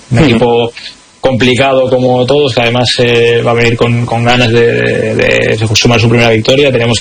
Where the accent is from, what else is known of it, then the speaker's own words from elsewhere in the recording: Catalonia, Spain; además somos los dos catalanes y de cerca además